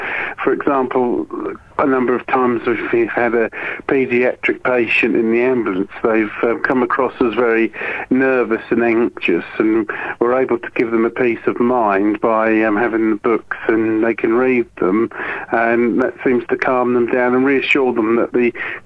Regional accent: Norwich, East of England, United Kingdom; also born or lived in Worcester; I grew up in Norwich, actually. I was born in Worcester.

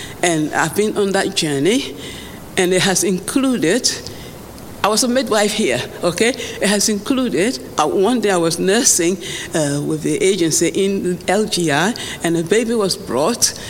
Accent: Liberia; moved away as an adult; now in Dewsbury, United Kingdom; I came from Liberia, West Africa, in 1972. I came to learn to be a nurse.

